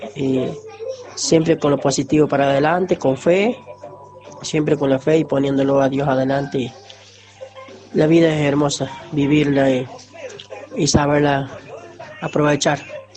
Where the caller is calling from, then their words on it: San Luis, Argentina; de La Ribera.